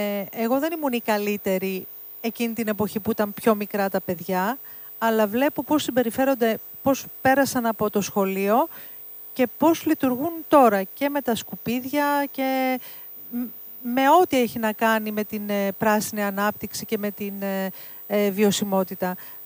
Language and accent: Greek; Thessaloniki, Central Macedonia, Greece; moved away; Απλά είμαστε καταγωγή από τη Μικρά Ασία, είμαι Θεσσαλονικιά